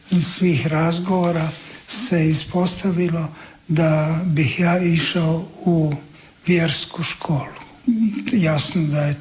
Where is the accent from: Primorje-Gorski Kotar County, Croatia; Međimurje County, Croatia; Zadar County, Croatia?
Međimurje County, Croatia; Sveti Juraj na Bregu; i ja sam završio osnovnu školu u mom zavičaju u Međimurju, Sveti Juraj na Bregu